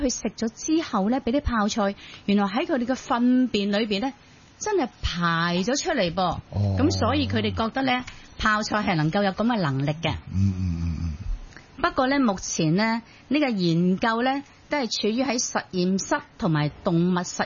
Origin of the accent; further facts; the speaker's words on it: Guangdong, China; 我哋广东人